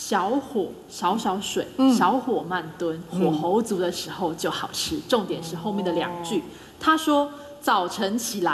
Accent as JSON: {"language": "Chinese", "region": "Taichung", "country": "Taiwan", "said": "是跟不是跟我们台中人早餐吃控霸本很像。"}